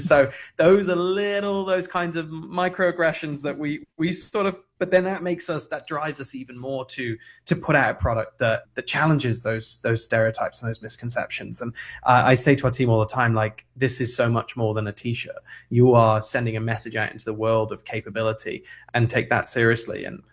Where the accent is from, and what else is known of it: United Kingdom; accent: British; now in United States